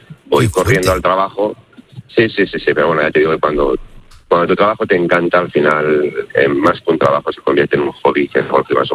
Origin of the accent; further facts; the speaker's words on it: Asturias, Spain; now in Tibi, Spain; Y no, bueno, en realidad soy asturiano, pero bueno, un asturiano viviendo en Tibi.